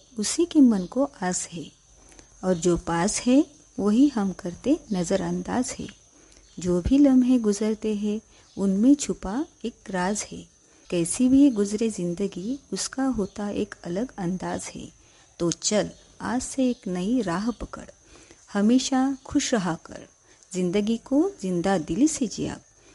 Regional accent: Karmad, Maharashtra, India; और मैं करमाड़ गांव से हूँ, जो कि औरंगाबाद महाराष्ट्र में आता है।

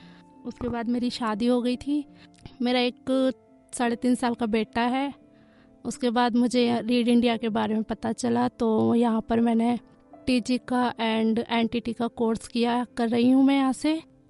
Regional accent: Agra, Uttar Pradesh, India; मैं आगरा से बिलोंग करती हूँ।

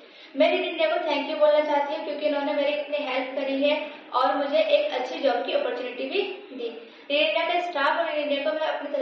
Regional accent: Rampur, Uttar Pradesh, India; मैं PWD colony बदौरी टोला रामपुर उत्तर प्रदेश की रहने वाली हूँ।

